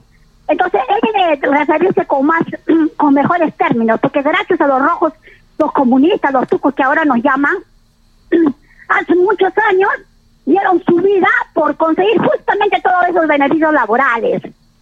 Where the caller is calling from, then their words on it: Peru; yo como ciudadana peruana